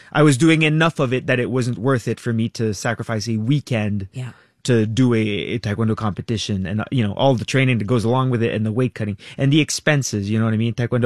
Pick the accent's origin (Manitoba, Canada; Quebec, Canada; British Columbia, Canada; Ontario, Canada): Quebec, Canada; Laval; So I'm from Laval